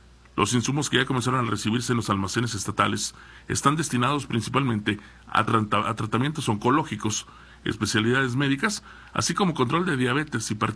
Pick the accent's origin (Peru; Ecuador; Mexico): Mexico; Delicias, Chihuahua; born there; also born or lived in Meoqui; now in Chihuahua, Mexico; chihuahuense, capitalino, dorado. Así que, pues sí, nací en Delicias, soy de Meoqui, pero ahora soy de Chihuahua capital.